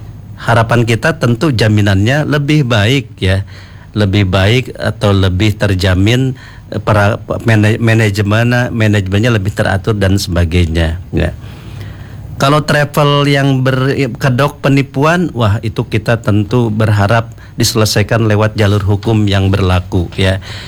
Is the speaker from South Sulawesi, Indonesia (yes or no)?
no; Bogor, West Java, Indonesia; saya orang Bogor juga itu